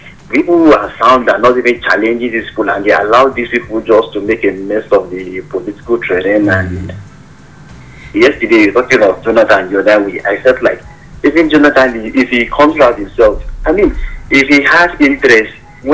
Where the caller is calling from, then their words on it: Jos, Plateau, Nigeria; From Jos.